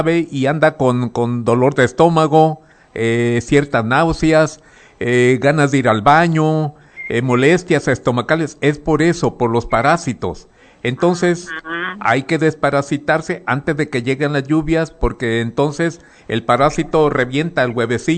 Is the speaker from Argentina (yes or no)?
no; Mexico; Así somos los costeños